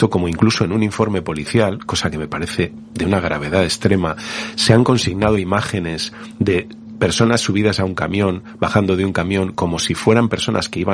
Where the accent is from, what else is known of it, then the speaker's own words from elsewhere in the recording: Castile and León, Spain; Yo vengo de Castilla y León, que es una tierra en la que muere más gente de la que nace, mucha más gente de la que nace, en la que la pirámide poblacional está claramente invertida